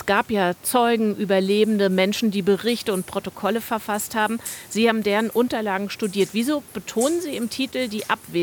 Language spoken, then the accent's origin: German; West Germany, Germany; Für mich als Westdeutsche total interessant